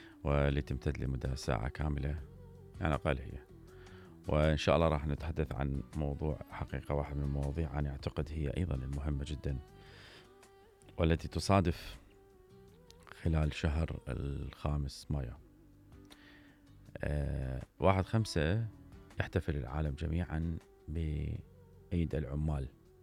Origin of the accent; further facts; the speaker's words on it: Iraq; احنا نحتفل كعراقيين